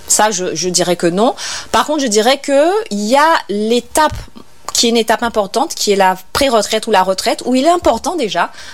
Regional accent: Guadeloupe; en tant que Guadeloupéen

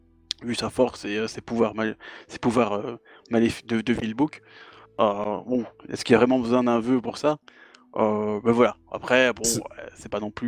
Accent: Belgium; moi je suis belge.

